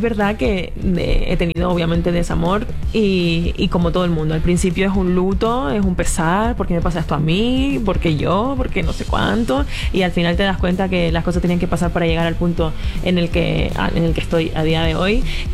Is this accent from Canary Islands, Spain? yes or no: yes; Canary Islands, Spain; Sí, Gran Canaria, que es de donde soy yo